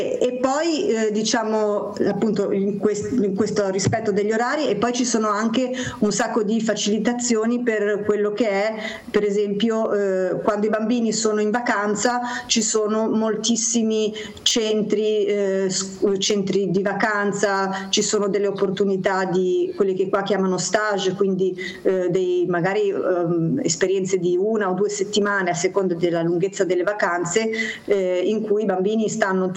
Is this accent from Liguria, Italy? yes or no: yes; Genoa, Liguria, Italy; moved away as an adult; now in Brussels, Belgium; Ti senti a casa quando sei a Genova